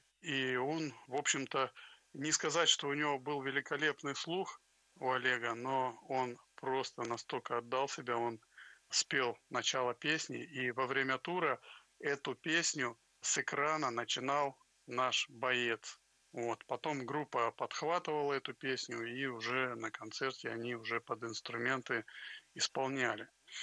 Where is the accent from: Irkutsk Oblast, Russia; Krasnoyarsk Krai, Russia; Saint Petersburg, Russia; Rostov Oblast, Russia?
Rostov Oblast, Russia; Volgodonsk; я один из первых в моем родном городе Волгодонске, я воплотил нелинейный монтаж